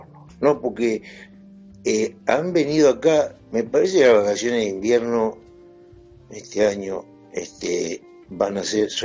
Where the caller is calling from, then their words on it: Mar del Plata, Buenos Aires Province, Argentina; yo vivo en Bolívar y Santiago del Estero